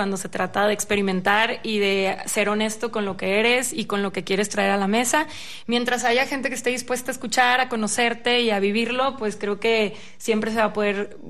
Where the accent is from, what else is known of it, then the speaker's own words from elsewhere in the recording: Monterrey, Nuevo León, Mexico; Traigo un poco de norteño de Monterrey, de mi tierra